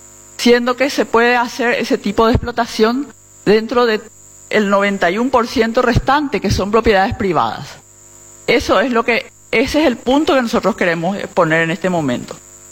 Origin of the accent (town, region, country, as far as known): Paraguay